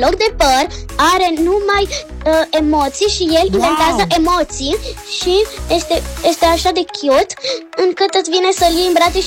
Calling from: Bucharest, Romania; sunt din București, am 7 ani

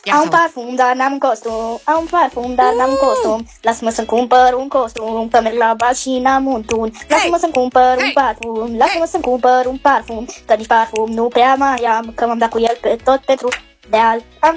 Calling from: Bucharest, Romania; din București. Am 8 ani

